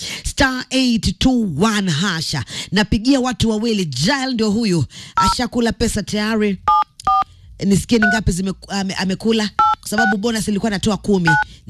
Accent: Diani, Kwale County, Kenya; moved away; mimi nimelelewa Diani.

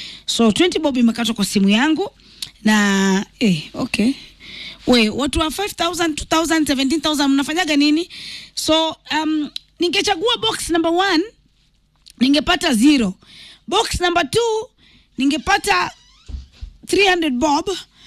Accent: Rift Valley, Kenya; Hata mimi ni mukale … hata mimi natoka Rift Valley.

